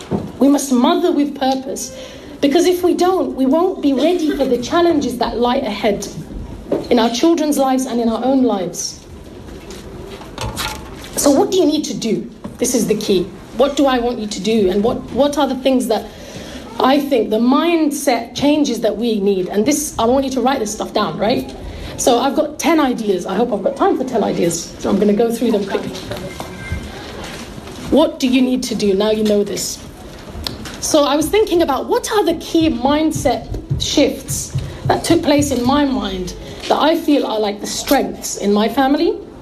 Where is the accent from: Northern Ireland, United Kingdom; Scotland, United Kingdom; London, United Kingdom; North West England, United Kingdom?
London, United Kingdom; Barnet; growing up in the West, alhamdulillah, we've picked up a lot of good things as well from growing up here.